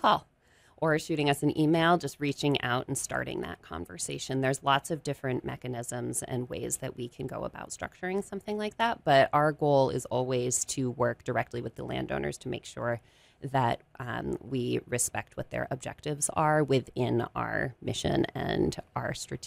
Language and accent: English; Gorham, Maine, United States; moved away; I grew up in Gorham. I'm excited to be back in the area